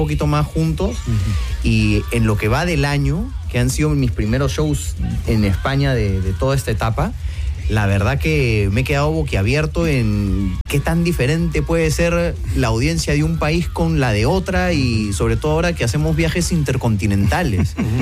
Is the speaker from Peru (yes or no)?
yes; Peru; Yo soy de Perú.